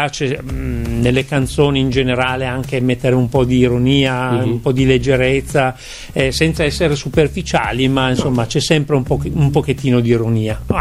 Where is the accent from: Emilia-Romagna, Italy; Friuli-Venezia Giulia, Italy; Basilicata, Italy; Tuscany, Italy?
Friuli-Venezia Giulia, Italy; Tolmezzo; born there; sono di origine molto mista, sono nato in Friuli a Tolmezzo, ma padre umbro, madre ligure.